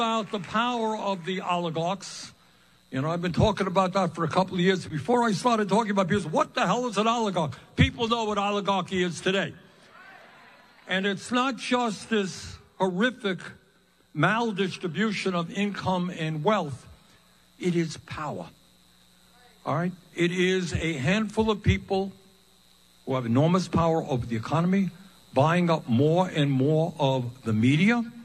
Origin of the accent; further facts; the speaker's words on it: New York City, New York, United States; We lived in a rent-controlled apartment. I grew up in Brooklyn. Rent-controlled apartment.